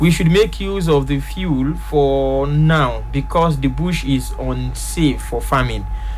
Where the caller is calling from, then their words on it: Ilorin, Kwara, Nigeria; from Ilorin, and greetings to the veteran journalist and the semi-veteran journalist in the studio.